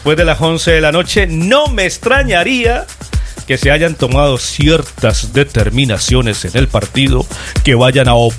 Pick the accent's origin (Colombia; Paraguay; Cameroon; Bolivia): Colombia